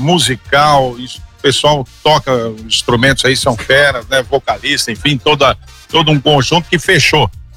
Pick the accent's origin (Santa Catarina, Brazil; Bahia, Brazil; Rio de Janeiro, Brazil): Santa Catarina, Brazil; Ituporanga; born there; also born or lived in Santo Amaro da Imperatriz; Eu fui para Ituporanga com 7, depois saí, voltei com 10, mas sou natural de Santo Amaro da Imperatriz. Mas me considero ituporanguense de coração